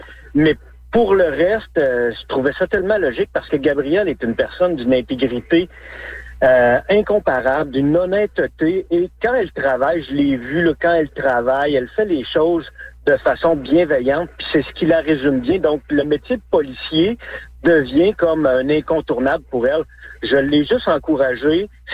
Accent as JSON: {"language": "French", "region": "Quebec", "country": "Canada", "tie": "born or raised there", "also_born_or_lived": "Saguenay-Lac-Saint-Jean", "said": "j'ai travaillé longtemps en Abitibi, dans ma région natale."}